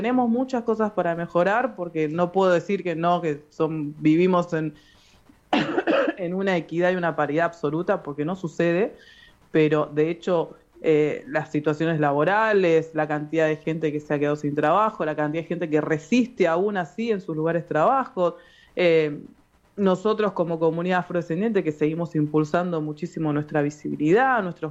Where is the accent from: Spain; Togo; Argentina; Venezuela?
Argentina; todos somos esta Argentina hermosa que bien dijiste vos